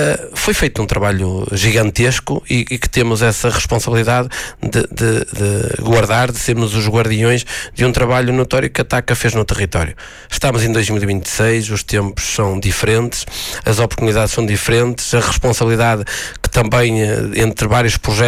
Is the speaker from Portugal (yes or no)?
yes; Terras de Bouro, Norte, Portugal; also born or lived in São João de Souto, Braga; no meu bilhete de identidade realmente diz que eu sou natural de São João de Souto, mas eu sou só nasci em Terras de Bouro porque não tinha um hospital, porque eu sou de alma e coração um terra-bourense, claro, com esta ligação à cidade de Braga